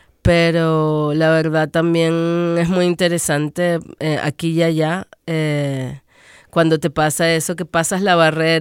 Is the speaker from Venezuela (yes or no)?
yes; Venezuela; moved away; Yo llegué de Venezuela, uh-huh.